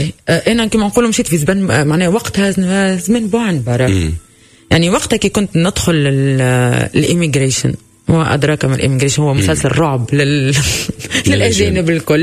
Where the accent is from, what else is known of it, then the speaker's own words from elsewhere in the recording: Tunisia; moved away as an adult; now in South Korea; انت منين انا نقول له تونس